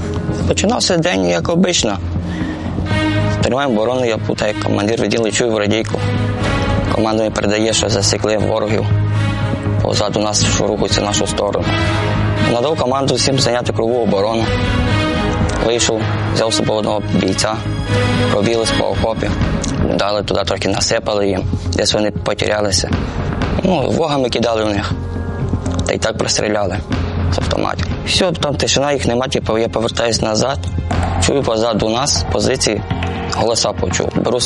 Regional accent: Zastavna, Chernivtsi Oblast, Ukraine; Сам з Чернівецької області, місто Заставна.

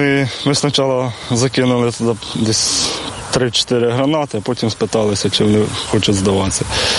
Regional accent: Khmelnytskyi, Khmelnytskyi Oblast, Ukraine; А я з Хмельницького, і російська мова мені не дуже підходить.

